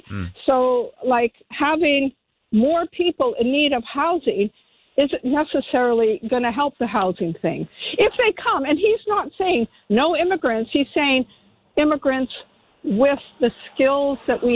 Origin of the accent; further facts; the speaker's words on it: Canada; now in New Zealand; even though I'm Canadian, or was, you know, coming here, there is different cultural norms here.